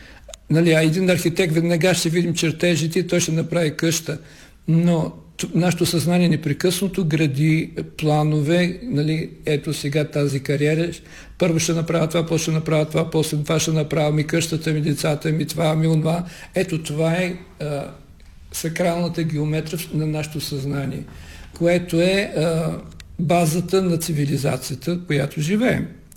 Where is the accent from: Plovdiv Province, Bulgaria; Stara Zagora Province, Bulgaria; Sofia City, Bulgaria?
Plovdiv Province, Bulgaria; Plovdiv; moved away as an adult; also born or lived in Italy; now in Plovdiv, Bulgaria; съм роден в Пловдив през 55 години от този миналия век